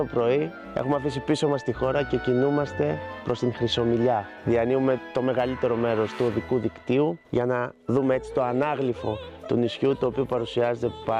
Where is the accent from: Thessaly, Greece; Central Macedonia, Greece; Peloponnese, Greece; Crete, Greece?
Thessaly, Greece; Skopelos; και εγώ μεγάλωσα σε χωριό στη Σκόπελο